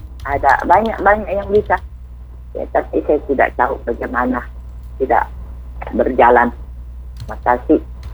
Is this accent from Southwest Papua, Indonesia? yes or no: no; Parepare, South Sulawesi, Indonesia; Kalau di kampung saya sebenarnya, di kota Parepare itu, gampang sekali diatasi itu, lahan itu, pembangunan koperasi Merah Putih.